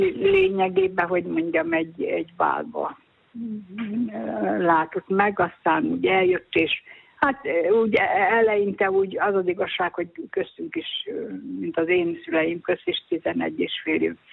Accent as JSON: {"language": "Hungarian", "town": "Paszab", "region": "Szabolcs-Szatmár-Bereg", "country": "Hungary", "tie": "born there", "said": "én Paszabon születtem, ahol a híres világhírű paszabi szőztes, szádas szőzteseket szövik."}